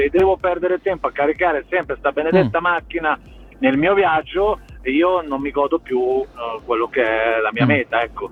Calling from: Cento, Emilia-Romagna, Italy; da Cento.

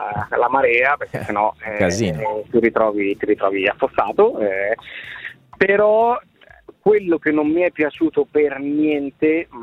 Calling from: Sesto San Giovanni, Lombardy, Italy; Sono vicino al centro commerciale Vulcano, a Sesto San Giovanni.

